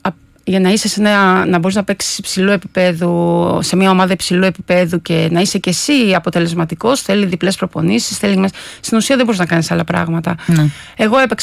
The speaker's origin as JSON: {"language": "Greek", "town": "Chania", "region": "Crete", "country": "Greece", "moved": "yes", "said": "Έφυγα πολύ γρήγορα από τα Χανιά μεταγραφή, ήρθα στη Βουλιαγμένη, στην εθνική ομάδα."}